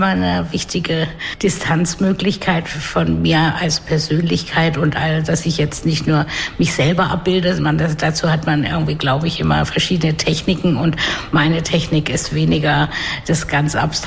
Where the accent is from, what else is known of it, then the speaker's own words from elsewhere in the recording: Karlsruhe, Baden-Württemberg, Germany; moved away as an adult; now in Berlin, Germany; ich bin aus Karlsruhe, aber eben schon sehr lange in Berlin